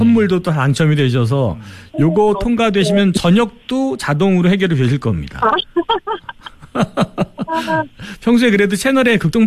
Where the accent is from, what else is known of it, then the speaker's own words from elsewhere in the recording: Chungcheong, South Korea; 저도 충청도지만